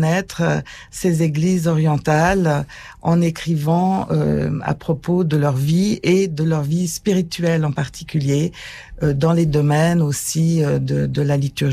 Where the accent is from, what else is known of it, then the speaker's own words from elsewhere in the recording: Geneva, Switzerland; malgré mon nom très français et parisien, je suis d'origine genevoise et donc protestante, mais ma famille était à Genève depuis le début du XIVe siècle.